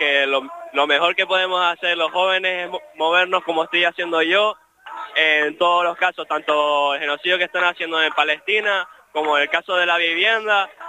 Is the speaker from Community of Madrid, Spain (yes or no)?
no; Fuerteventura, Canary Islands, Spain; Yo soy de Fuerteventura.